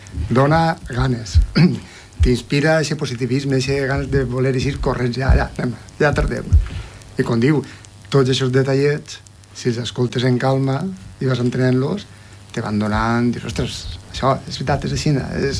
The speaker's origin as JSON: {"language": "Catalan", "town": "Oliva", "region": "Valencian Community", "country": "Spain", "said": "perquè jo antes soc d'Oliva i pertanyia a una comparsa que es deia Corsaris"}